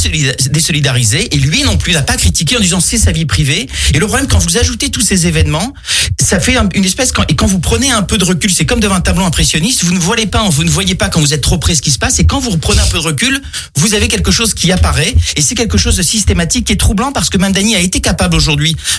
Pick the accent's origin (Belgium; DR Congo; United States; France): France; moved away; Dror et moi, on vient de la France, donc évidemment, ça reste cher à notre cœur.